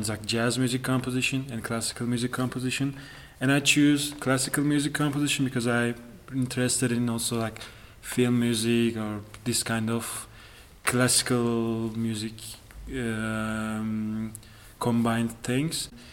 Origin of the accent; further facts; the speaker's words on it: Istanbul, Turkey; English is a second language; I am 27 years old and I'm coming from Turkey. I'm from Istanbul.